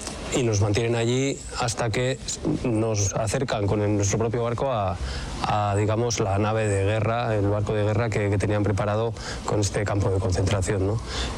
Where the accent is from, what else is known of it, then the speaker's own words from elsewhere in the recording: Vitoria-Gasteiz, Basque Country, Spain; soy artista visual y profesor universitario, soy de Vitoria-Gasteiz